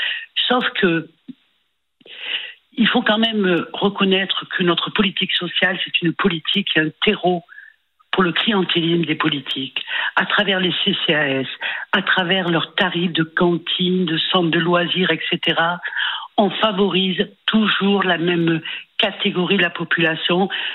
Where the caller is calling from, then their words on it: Toulon, Provence-Alpes-Côte d'Azur, France; je suis fonctionnaire, donc j'ai beaucoup bougé sur le territoire français. Et là, je suis à Toulon.